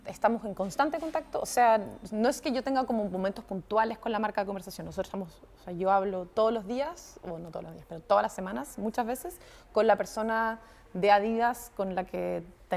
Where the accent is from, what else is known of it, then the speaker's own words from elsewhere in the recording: Santiago, Santiago Metropolitan Region, Chile; moved away; la gran comparación que tengo es con Santiago de Chile, que es donde más voy, de donde vengo, cuando voy a ver a mi familia.